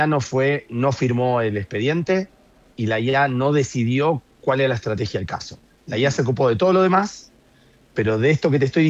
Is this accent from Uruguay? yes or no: no; Neuquén, Argentina; yo soy neuquino